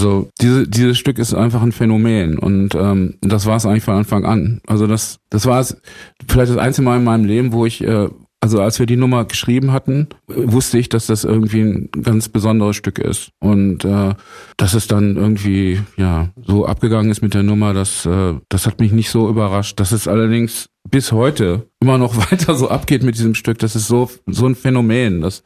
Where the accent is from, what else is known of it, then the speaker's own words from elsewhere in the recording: Germany; wir sind Deutsche